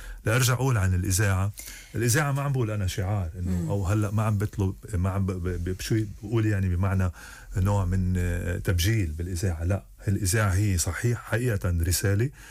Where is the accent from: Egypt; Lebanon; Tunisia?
Lebanon; نحن كلبنانيين منفتحين على كل الطوائف في لبنان.